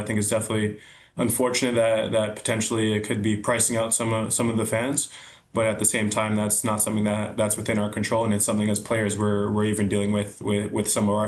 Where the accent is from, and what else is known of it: Canada; born or raised there